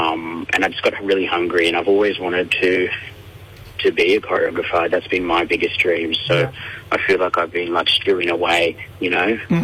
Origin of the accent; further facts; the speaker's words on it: Dubbo, New South Wales, Australia; also born or lived in Culburra Beach / Nowra; now in Sydney, Australia; From Dubbo, also grew up on Yuin Country in Culburra Beach / Nowra.